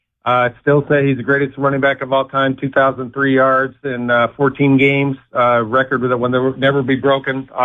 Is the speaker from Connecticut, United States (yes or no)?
no; Buffalo, New York, United States; Good, man. Born and raised in Buffalo, New York.